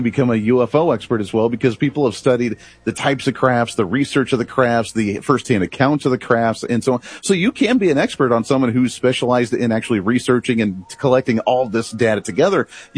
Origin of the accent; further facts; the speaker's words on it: Bailey, Colorado, United States; Look, the town that I grew up in Bailey, Colorado, we had the number one most amount of Bigfoot sightings in all the state of Colorado.